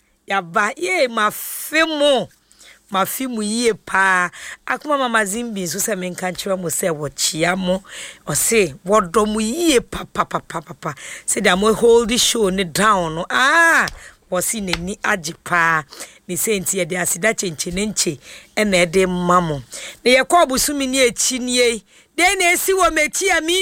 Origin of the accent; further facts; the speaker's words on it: Ghana; And then being a Ghanaian, no, that you say we are black stars